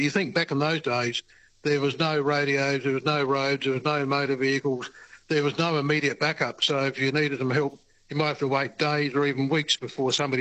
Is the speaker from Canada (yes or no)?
no; Adelaide, South Australia, Australia; But we're from Adelaide. A lot of us are up here. We made the trip up here to come along and just to pay our respects to a very tragic set of circumstances.